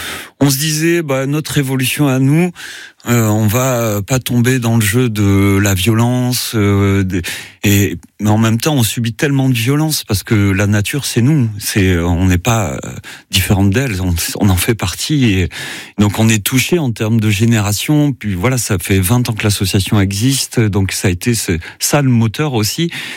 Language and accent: French; Auvergne-Rhône-Alpes, France; moved away as an adult; also born or lived in Clermont-Ferrand / Tourcoing; Je suis né dans le Cantal. En Auvergne, donc la campagne, bien la campagne.